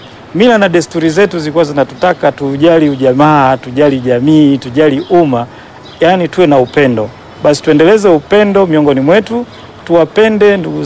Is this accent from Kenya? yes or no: no; Tanzania; sisi ni Watanzania sio kwa bahati mbaya, ni Watanzania kwa sababu Mungu amependa tu Watanzania